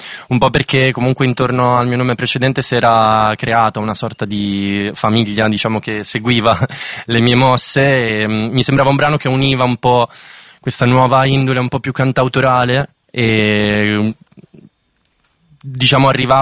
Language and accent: Italian; Rimini, Emilia-Romagna, Italy; Io sono cresciuto in campagna, a Rimini, nella campagna riminese